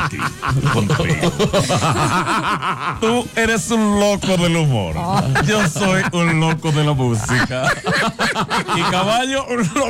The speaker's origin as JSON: {"language": "Spanish", "region": "Santander", "country": "Colombia", "said": "Somos santandereanos."}